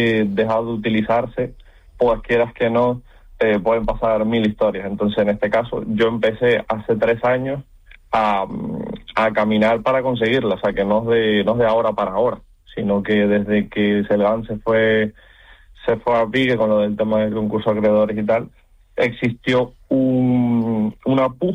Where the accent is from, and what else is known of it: Canary Islands, Spain